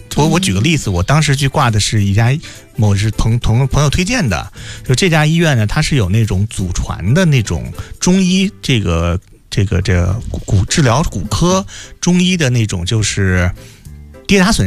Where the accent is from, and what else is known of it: China